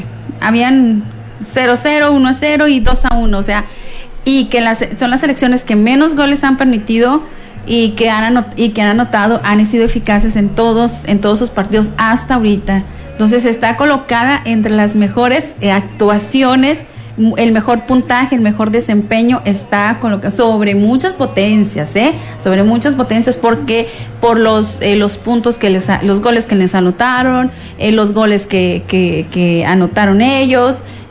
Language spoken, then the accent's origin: Spanish; Mexico; ¿cómo somos los mexicanos?